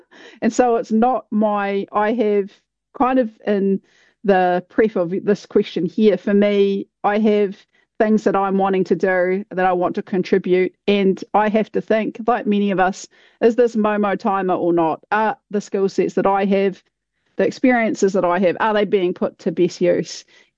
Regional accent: Mossburn, Southland, New Zealand; also born or lived in Milton, Otago; So I grew up in rural Southland in a place called Mossburn on the way to, which is the gateway to Fiordland.

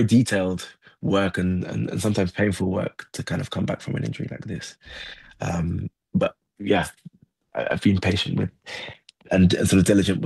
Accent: Nottingham, East Midlands, United Kingdom; born or raised there; now in London, United Kingdom

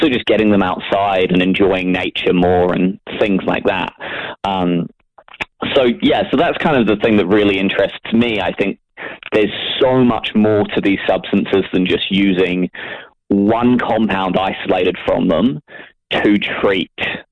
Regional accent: New Zealand; speaking from my own perspective as a Kiwi European.

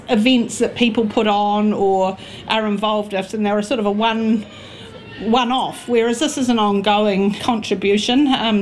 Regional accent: Wellington, New Zealand; I was originally from the Wairarapa, but didn't actually ever think that we would be back here, but here we are.

